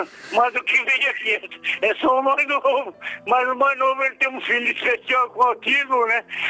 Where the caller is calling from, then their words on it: Joinville, Santa Catarina, Brazil; Eu tô falando aqui de Joinville, Santa Catarina, pela Arca da Aliança.